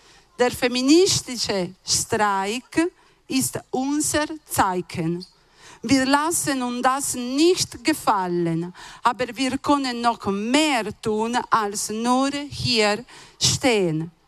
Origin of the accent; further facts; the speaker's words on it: Italy; moved away as an adult; now in Switzerland; Ich komme aus Italien und ich arbeite hier in der Schweiz in der Gastronomie.